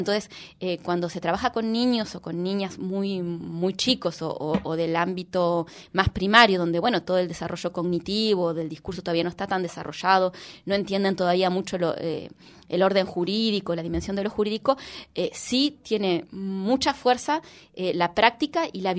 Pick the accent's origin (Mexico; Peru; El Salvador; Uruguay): Uruguay; Montevideo; soy uruguaya, vengo de Montevideo